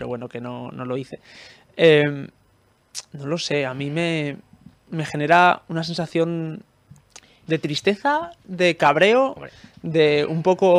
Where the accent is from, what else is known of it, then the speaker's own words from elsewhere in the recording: Spain; A mí eso, como ciudadano español que le preocupa mi soberanía nacional, me dejó profundamente inquieto.